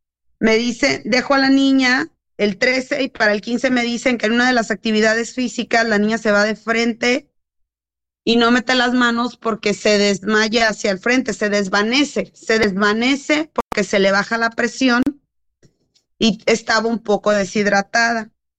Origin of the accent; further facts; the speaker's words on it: Ciudad Mante, Tamaulipas, Mexico; Yo soy de Ciudad Mante.